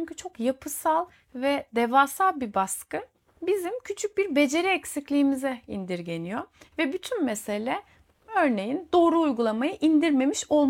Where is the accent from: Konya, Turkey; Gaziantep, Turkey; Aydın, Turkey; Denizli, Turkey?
Aydın, Turkey; Kuşadası; moved away; also born or lived in İzmir; Ben İzmir'de okudum 7 sene. Kuşadası'nda büyüdüm. İzmir'de okudum ve tam bütün İzmirlilerin böyle bir yaşamda ağırdan alma, zamanla kavga vermeme halini içimde hissetmiş birisiyim. O yüzden Akdeniz insanı belirtilerim.